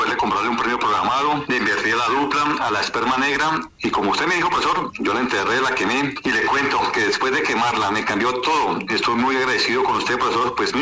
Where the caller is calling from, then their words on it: La Vega, Cundinamarca, Colombia; lo llamo de La Vega